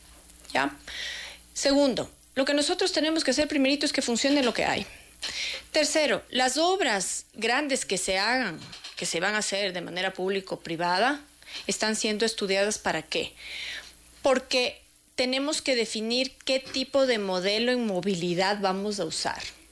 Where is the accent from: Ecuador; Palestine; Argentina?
Ecuador; Quito, Pichincha; ese sentimiento de los capitalinos que teníamos de estar orgullosos.